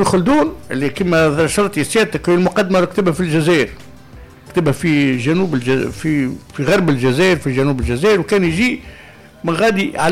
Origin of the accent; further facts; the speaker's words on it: Tunisia; انا كتونسي